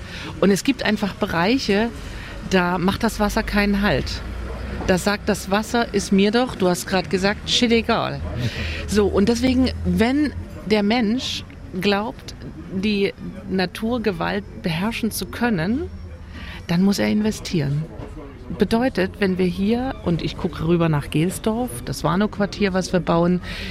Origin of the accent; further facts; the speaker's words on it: Dresden, Saxony, Germany; Und ich bin Dresdnerin und Dresden liegt an der Elbe.